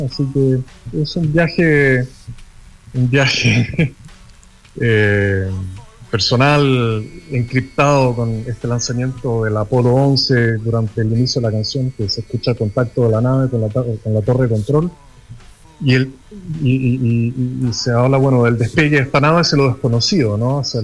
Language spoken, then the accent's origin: Spanish; Santiago, Santiago Metropolitan Region, Chile; also born or lived in Paris, France; Y después viví 18 años en Francia, en París. Y entonces si bien yo aprendí música de chico acá en Chile, en Santiago